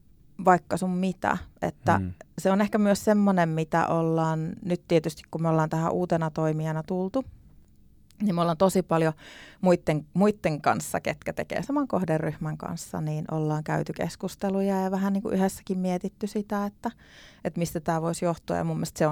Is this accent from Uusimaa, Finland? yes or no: no; South Ostrobothnia, Finland; now in Joensuu, Finland; Mä oon Etelä-Pohjanmaalta kotosi